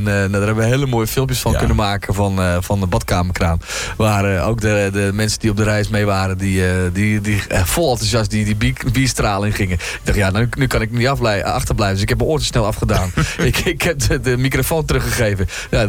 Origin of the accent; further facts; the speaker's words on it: Grootebroek, North Holland, Netherlands; ik stond vorig jaar in Grotebroek, daar heb ik op school gezeten. Dus dat is echt mijn omgeving waar ik opgegroeid ben.